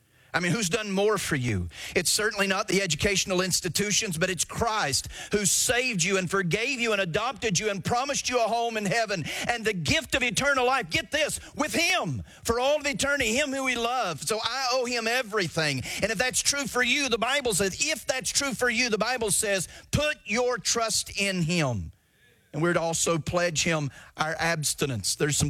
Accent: United States; I thank God that I'm American, and I got great patriotism.

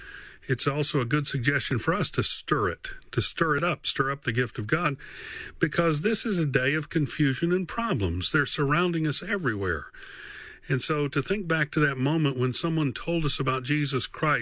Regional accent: Morrison City, Tennessee, United States; Now, I grew up in Northeast Tennessee. I grew up in a little community called Morrison City.

